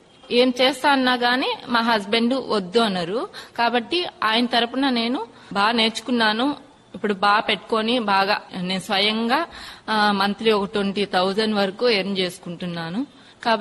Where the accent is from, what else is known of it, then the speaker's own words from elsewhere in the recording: Tirupati, Andhra Pradesh, India; నాది Tirupati auto Nagar Ambedkar colony.